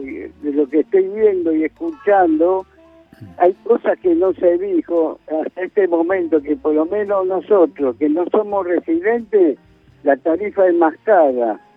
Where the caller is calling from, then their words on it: Buenos Aires, Argentina; de Colegial